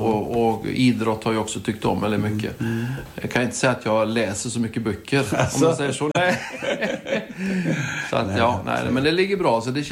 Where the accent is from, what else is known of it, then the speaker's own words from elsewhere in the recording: Donsö, Västra Götaland County, Sweden; also born or lived in Trollhättan; Så jag föddes ju 65, så mina första 10 år bodde jag på Donsö. Vi bodde vid gamla fotbollsplan.